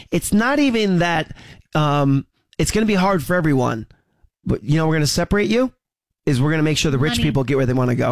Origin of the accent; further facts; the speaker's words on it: United States; as an American